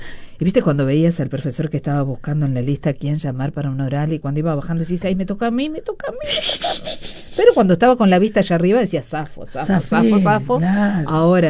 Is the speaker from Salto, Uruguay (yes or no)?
no; Las Piedras, Canelones, Uruguay; born there; also born or lived in Montevideo, Uruguay / La Paloma, Rocha, Uruguay